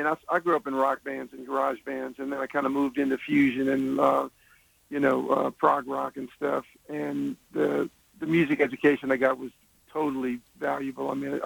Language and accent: English; New Orleans, Louisiana, United States; New Orleans, my hometown.